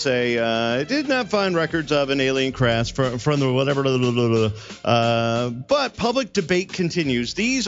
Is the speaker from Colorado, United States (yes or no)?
no; Houma, Louisiana, United States; he is from my hometown, Houma, Louisiana.